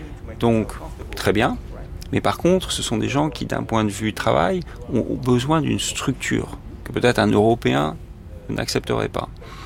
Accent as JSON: {"language": "French", "country": "Monaco", "said": "Moi-même, par exemple, je suis monégasque, il n'y en a qu'un à bord."}